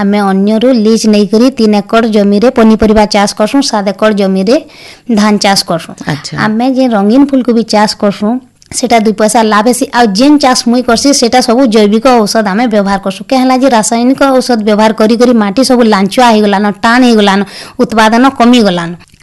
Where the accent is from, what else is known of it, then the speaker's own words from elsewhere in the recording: Thakurmal, Odisha, India; ମୋର ଗାଁ ଠାକୁରମାଲ, ମୁଁ ଘେନୁପାଲି ପଞ୍ଚାୟତ ଜୁଜୁମୁରା ବ୍ଲକର ଅଟେ।